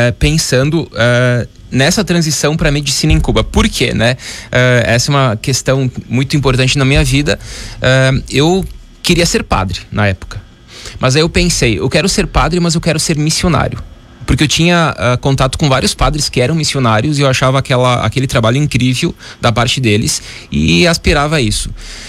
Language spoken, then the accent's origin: Portuguese; Roca Sales, Rio Grande do Sul, Brazil; born there; moved away; also born or lived in Coronel Pilar / Caxias do Sul; Sou de Roca Salles, nasci em Roca Salles. A minha família é de Coronel Pilar, que na época fazia parte de Garibaldi. Mas a cidade próxima onde as crianças nasciam era Roca Salles, então sou natural de lá. Mas morei muito tempo em Roca Salles também